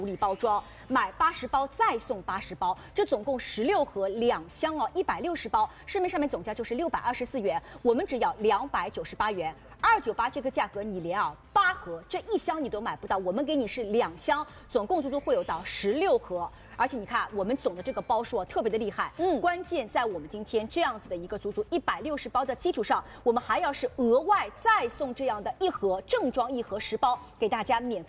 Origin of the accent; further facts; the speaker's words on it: Shanghai, China; 对，我们上海人自家的老牌子，现在也是中华老字号了。